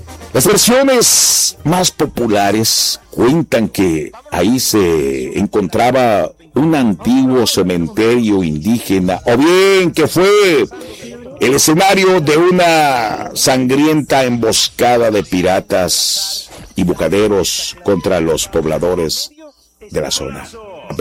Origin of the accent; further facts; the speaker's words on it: Mexico; somos mexicanos